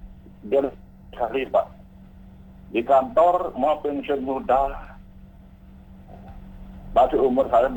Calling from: Singaraja, Bali, Indonesia; tempat saya di Singaraja, dalam kampung, di desa ini

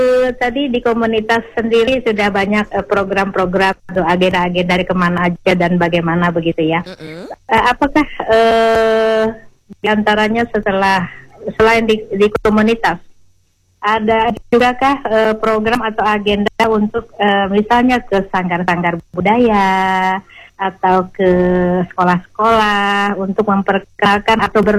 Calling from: Bogor, West Java, Indonesia; Iya, Bogor lagi panas sekali.

